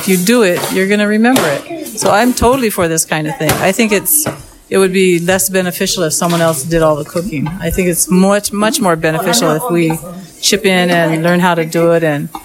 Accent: Leavenworth, Washington, United States; No, I was born. I grew up in Leavenworth, Washington.

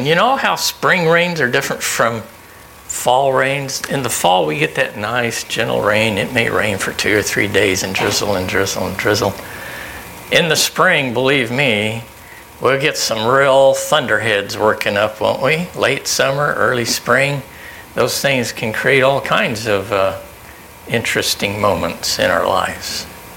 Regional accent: Albuquerque, New Mexico, United States; I grew up in Albuquerque, New Mexico. Spent my first 4 years in elementary school there.

